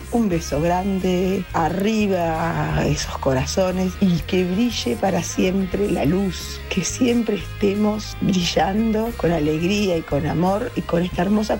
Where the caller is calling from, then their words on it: Tacuarembó, Uruguay; Reportándome de Tacuarembó.